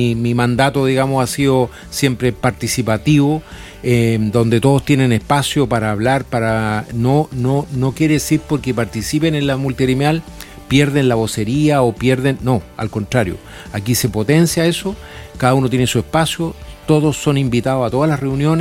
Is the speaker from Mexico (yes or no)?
no; La Serena, Coquimbo, Chile; Nacido y criado en La Serena, sí señor.